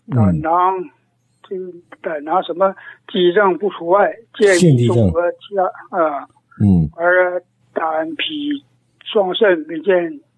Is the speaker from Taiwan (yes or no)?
no; Dalian, Liaoning, China; 哎，我是大连的。